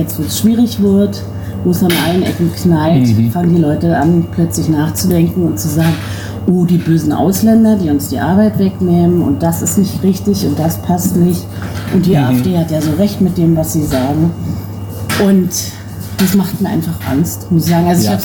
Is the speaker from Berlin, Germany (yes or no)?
yes; Berlin, Germany; ich komme ursprünglich aus Berlin, ich war auf etlichen Demos